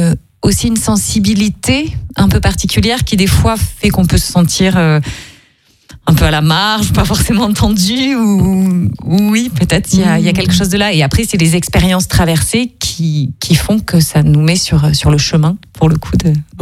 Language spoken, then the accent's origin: French; Occitanie, France; Moi, je suis des Cévennes, un petit village à côté des Cévennes